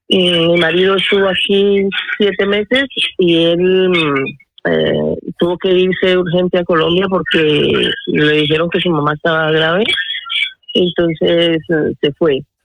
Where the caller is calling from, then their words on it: Madrid, Community of Madrid, Spain; Soy de aquí en Madrid.